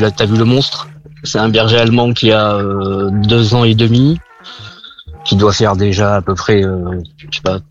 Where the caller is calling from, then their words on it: Limoges, Nouvelle-Aquitaine, France; chez nous à Limoges